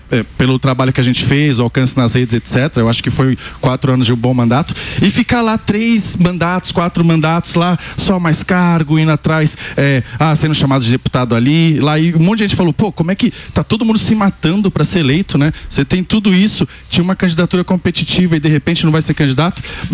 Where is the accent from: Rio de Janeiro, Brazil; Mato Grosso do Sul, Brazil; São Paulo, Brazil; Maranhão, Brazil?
São Paulo, Brazil; eu era da Zona Leste, cresci em Itaquera, e hoje moro num bairro bom